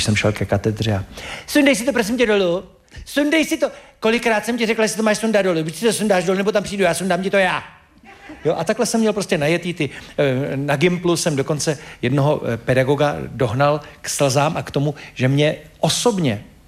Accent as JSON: {"language": "Czech", "town": "Most", "region": "Ústí nad Labem Region", "country": "Czechia", "said": "Já jsem z Mostu, tam je fabrika, tam je taková chemička a tam pouští toxiny."}